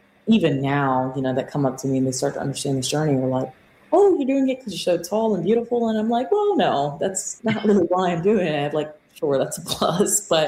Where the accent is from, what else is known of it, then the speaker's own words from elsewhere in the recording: South Carolina, United States; I'm from South Carolina.